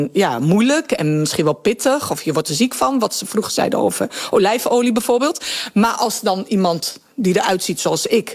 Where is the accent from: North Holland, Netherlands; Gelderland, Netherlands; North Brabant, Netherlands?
Gelderland, Netherlands; Winterswijk; omdat ik Marokkaanse ben uit Winterswijk